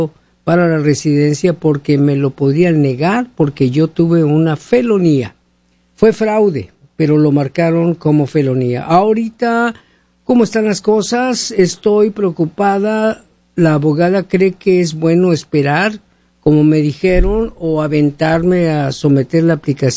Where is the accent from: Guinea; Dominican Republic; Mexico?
Mexico; now in United States; Tengo residencia, tengo pasaporte vigente, no tengo los boletos y soy de México.